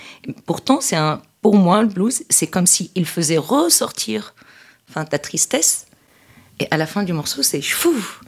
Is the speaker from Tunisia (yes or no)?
yes; Tunisia; born or raised there